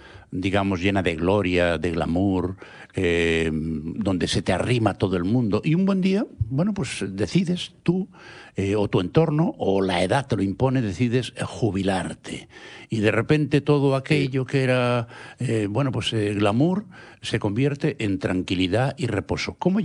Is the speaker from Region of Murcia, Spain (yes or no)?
no; Galicia, Spain; Oye, Josechu, yo sé que tienes una anécdota que te aconteció hace ya algunos añitos en mi tierra, en Galicia.